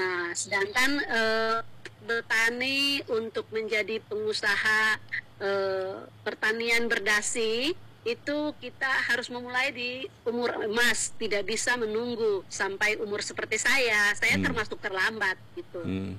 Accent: Papua, Indonesia; kita orang Papua

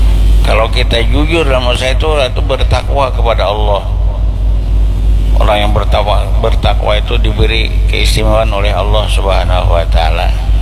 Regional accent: South Kalimantan, Indonesia; accent: Banjar; Dalam bahasa kita Banjar ini, rezeki musang kada takahalang.

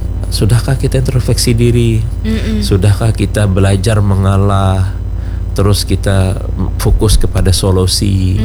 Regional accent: South Kalimantan, Indonesia; Nah, tapi kita sangat menyayangkan budaya kita orang Banjar karena bisa mengekspresikan cinta.

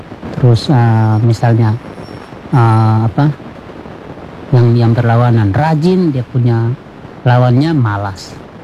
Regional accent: Kupang, East Nusa Tenggara, Indonesia; kita orang Kupang bilang daun muda

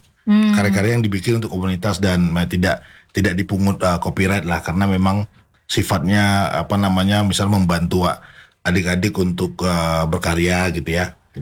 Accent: Riau, Indonesia; sebagai saya orang Melayu

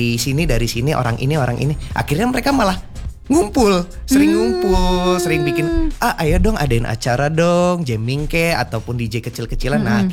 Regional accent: Bogor, West Java, Indonesia; now in Bandung, Indonesia; aku dari gede di Bogor.

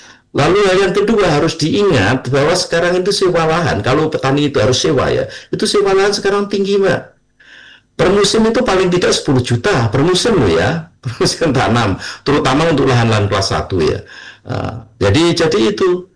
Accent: Blora, Central Java, Indonesia; Karena saya berasal dari Blora, Bu Puji. Saya ingat betul ketika musim kemarau, ya pasti harus nyari air lah. Harus berjalan, kadang-kadang berjalan 1-2 kilo untuk nyari air kan, karena Blora wilayah kering.

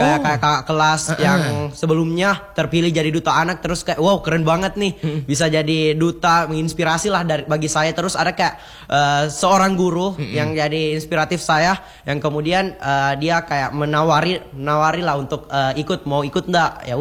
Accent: Wajo, South Sulawesi, Indonesia; saya kan dari Kabupaten Wajo nih.

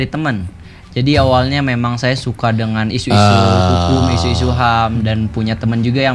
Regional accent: Bandung, West Java, Indonesia; Asli Bandung juga

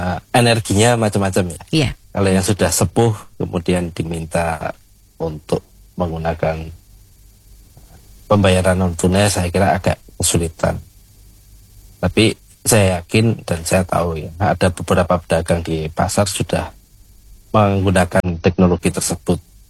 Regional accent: Ponorogo, East Java, Indonesia; now in Yogyakarta, Indonesia; walaupun saya orang Ponorogo tinggal di Jogja

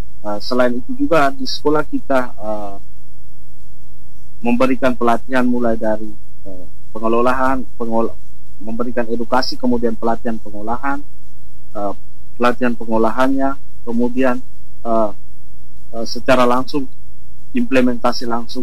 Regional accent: Indonesia; now in Malaysia; kok saya dari Malaysia dari Indonesia ke Malaysia, kemudian kerjanya hanya cabut-cabut rumput.

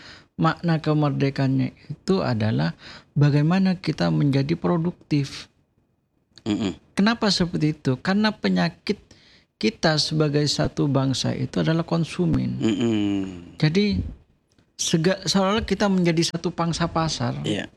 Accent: Sumenep, East Java, Indonesia; saya orang Sumenep, tinggal di Sumenep

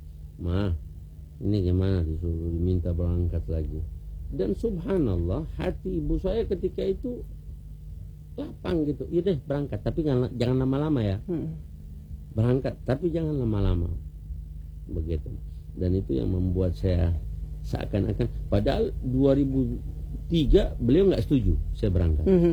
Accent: Ambon, Maluku, Indonesia; accent: Ambon; also born or lived in Yemen; saya tetap dengan cara Ambon, saya tetap dengan logat Ambon, saya tetap dengan bergaul Ambon begitu.

